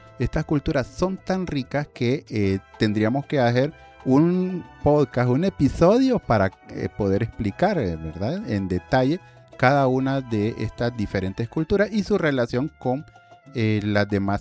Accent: Honduras

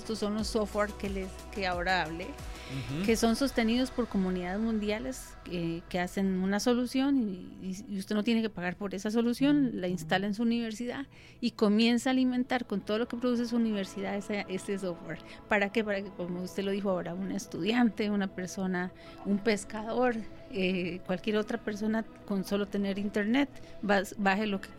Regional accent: Costa Rica; en mi país, que es Costa Rica

